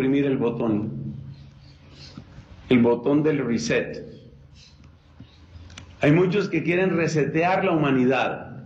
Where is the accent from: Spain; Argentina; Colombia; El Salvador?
Colombia; now in Chile; Ya en mi país se están siguiendo los pasos de aquí.